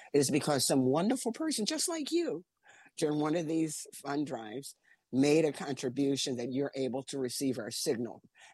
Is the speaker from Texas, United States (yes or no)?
no; New York, United States; moved away; I'm from New York.